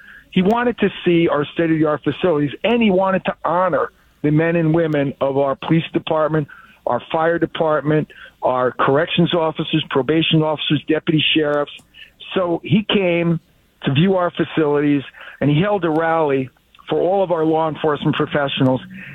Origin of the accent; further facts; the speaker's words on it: Long Island, New York, United States; I couldn't be more far away from my hometown on Long Island.